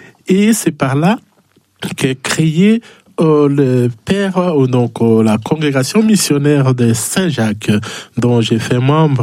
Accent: DR Congo; moved away as an adult; je suis congolais d'origine, de la République démocratique du Congo

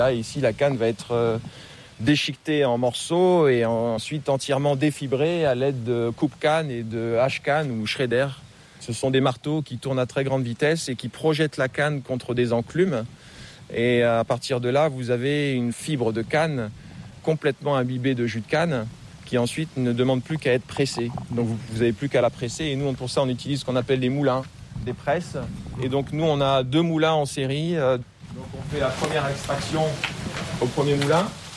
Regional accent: Marie-Galante, Guadeloupe; moved away as an adult; Oui, alors moi j'ai grandi à Marie-Galante jusqu'à la 5e, où je suis parti ensuite en Guadeloupe, au collège Chardon

